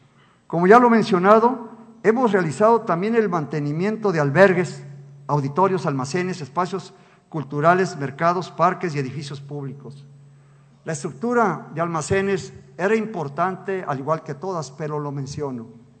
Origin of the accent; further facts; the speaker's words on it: Tepic, Nayarit, Mexico; para los que somos de Tepic